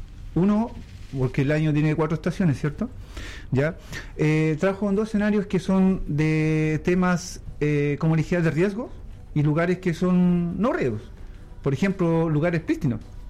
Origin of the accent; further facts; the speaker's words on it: Choshuenco, Los Ríos, Chile; Yo vengo de la parte de Choshuenco, no sé si he ubicado, sí, pero claro.